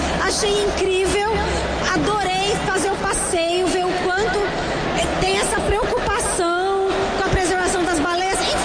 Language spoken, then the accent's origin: Portuguese; São Paulo, Brazil; vim de São Paulo pra falar. Vocês falam bora Bahia, em São Paulo a gente vai falar assim, vai Bahia!